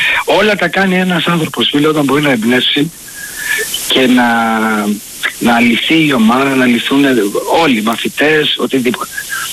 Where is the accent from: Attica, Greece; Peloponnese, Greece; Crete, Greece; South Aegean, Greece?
Attica, Greece; Piraeus; Ο οποίος μου λέει, από πού είσαι, μου λέει, λέω από την Πειραιά.